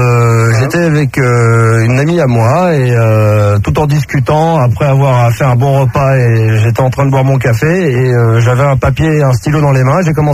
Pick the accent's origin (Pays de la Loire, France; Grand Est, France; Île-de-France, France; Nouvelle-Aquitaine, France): Île-de-France, France; Versailles; born there